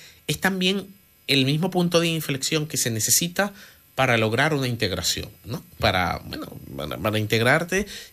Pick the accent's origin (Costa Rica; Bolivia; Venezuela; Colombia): Venezuela; now in Spain; yo soy un venezolano, que un catalán nacido en Venezuela